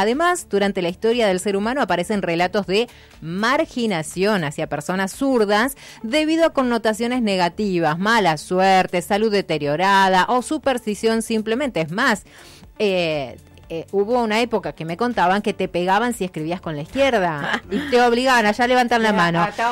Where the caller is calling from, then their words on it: Neuquén, Argentina; de Neuquén Capital, bendiciones.